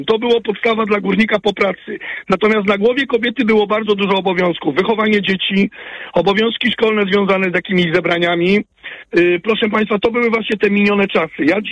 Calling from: Silesian Voivodeship, Poland; pochodzę ze Śląska oczywiście.

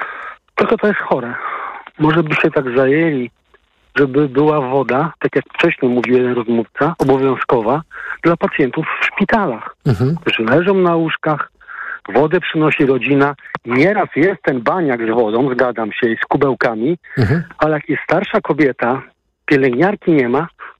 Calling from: Malbork, Pomeranian Voivodeship, Poland; Bo ja mieszkam w Malborku, często jeżdżę do Gdańska

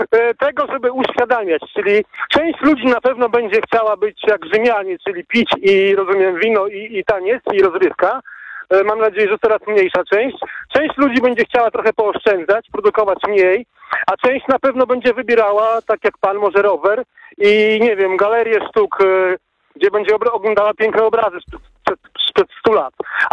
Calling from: Gdańsk, Pomeranian Voivodeship, Poland; Ja mieszkam na zachodnich rubieżach Gdańska, gdzie jeszcze w 72 roku był powiat kartuski, taka Gdańsk-Okoski to się nazywa, czyli przedmieścia.

